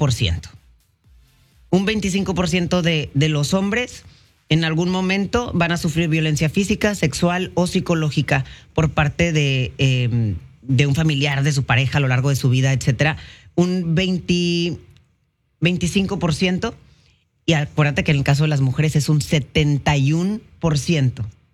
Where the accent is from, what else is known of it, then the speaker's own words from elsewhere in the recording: Mexico; como lo somos los mexicanos